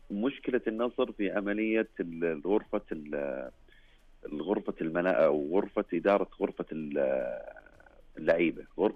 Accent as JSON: {"language": "Arabic", "country": "Saudi Arabia", "said": "اللي حنا نشوفها كسعوديين"}